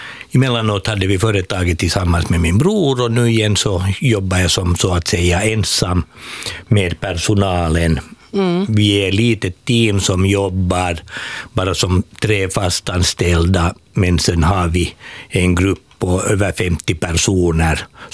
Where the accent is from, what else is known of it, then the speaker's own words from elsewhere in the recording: Ostrobothnia, Finland; moved away; det här hemma som jag är från Österbotten